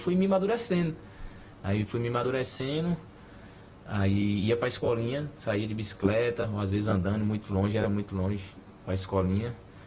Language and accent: Portuguese; Bahia, Brazil; Serrano é da Bahia, lá da minha cidade, que disputava o Campeonato Baiano.